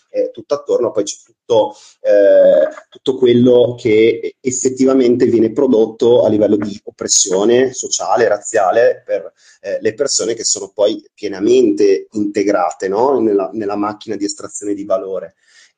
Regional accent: Trieste, Friuli-Venezia Giulia, Italy

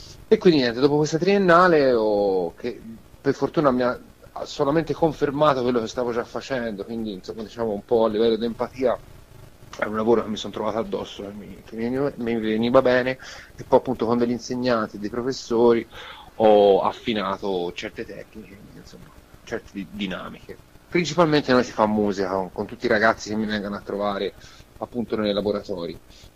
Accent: Montemurlo, Tuscany, Italy; io sono di Prato, nello specifico Montemurlo

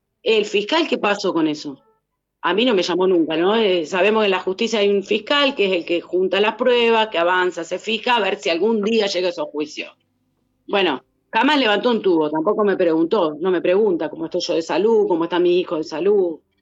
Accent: Pergamino, Buenos Aires Province, Argentina; En este caso soy de Pergamino, ¿viste?

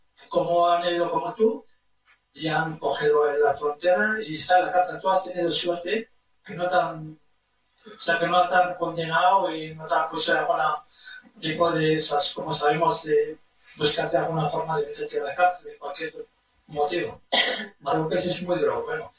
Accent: Rif, Morocco; moved away; soy del norte, de Rifi, especialmente, soy de la zona de Rifi y Refino, de Visa.

